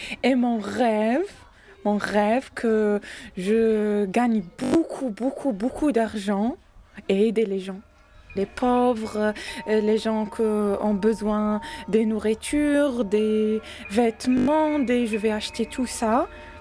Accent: Algeria; French is a second language; now in France; j'ai bientôt 33 ans. Juste, j'ai une maman de un enfant de 2 ans. Je suis algérienne

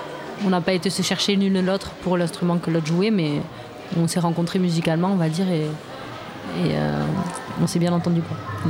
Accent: Nouvelle-Aquitaine, France; moi je suis originaire du Pays Basque, donc j'ai commencé d'ailleurs l'accordéon autour du répertoire populaire plutôt de par là-bas.

